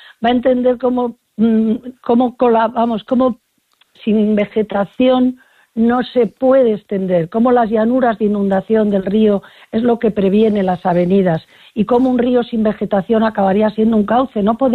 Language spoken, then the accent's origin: Spanish; Soria, Castile and León, Spain; aunque los sorianos siempre somos acogedores